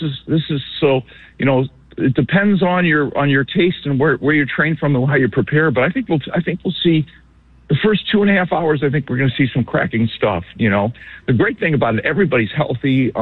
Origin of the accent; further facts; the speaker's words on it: Indiana, United States; I'm from Northwest Indiana, so we're not as tough as those guys from California, I guess.